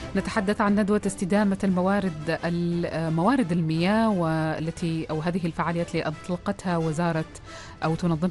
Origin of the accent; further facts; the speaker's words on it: Oman; عندنا في سلطنة عمان